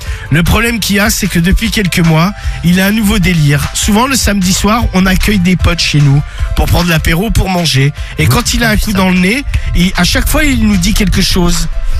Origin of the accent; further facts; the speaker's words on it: Drancy, Île-de-France, France; 32 ans, je suis de Drancy.